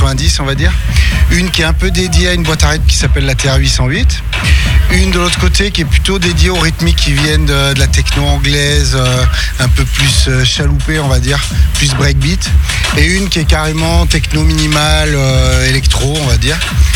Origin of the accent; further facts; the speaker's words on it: Marseille, Provence-Alpes-Côte d'Azur, France; il y a plusieurs années à Mars Attack, à Marseille, puisqu'on est de Marseille.